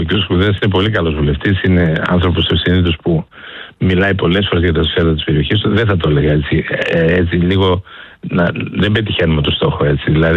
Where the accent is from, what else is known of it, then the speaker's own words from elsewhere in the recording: Eastern Macedonia and Thrace, Greece; εγώ επισημαίνω που κατάγομαι και από την Ροδόπη